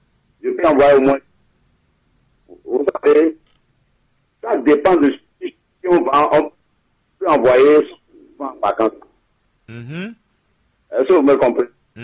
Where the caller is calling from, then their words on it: Savalou, Collines, Benin; je suis de Savalou.